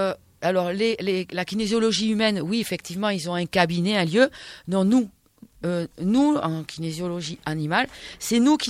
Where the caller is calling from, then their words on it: Nouvelle-Aquitaine, France; je suis dans une petite station dans les Pyrénées-Atlantiques, Artoust.